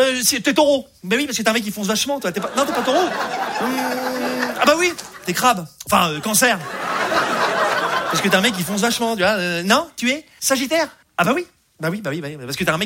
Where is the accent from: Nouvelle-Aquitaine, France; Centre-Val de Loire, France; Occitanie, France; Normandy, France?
Normandy, France; Rouen; je viens de Rouen, voilà, je vous le dis, hein. Je sais pas si vous connaissez un peu Rouen, c'est la Normandie, voilà.